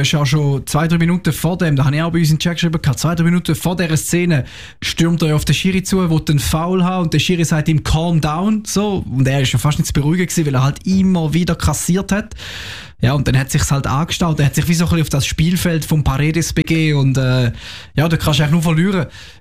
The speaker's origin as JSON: {"language": "German", "country": "Switzerland", "said": "dann muss man halt auch als Schweizer dann die Schweizer Brille abziehen"}